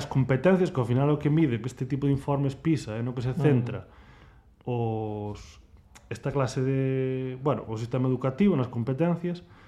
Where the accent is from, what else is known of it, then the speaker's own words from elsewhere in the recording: Laxe, Galicia, Spain; Eu son de Laxe.